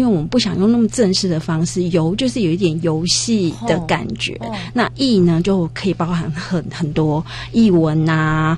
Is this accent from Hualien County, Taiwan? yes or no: yes; Hualien County, Taiwan; now in Xinzhuang, Taiwan; 我也不是哦，我是花莲人